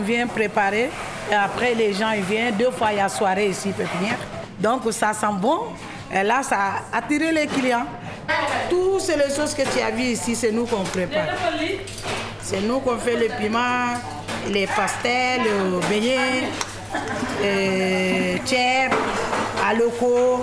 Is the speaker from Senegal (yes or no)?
yes; Senegal; now in France; je viens du Sénégal.